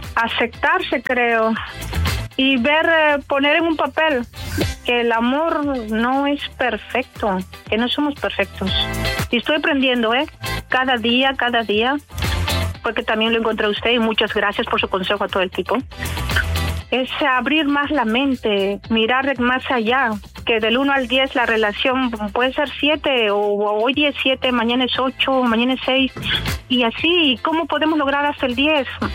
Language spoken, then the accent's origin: Spanish; Peru; now in Amsterdam, Netherlands; Soy peruana.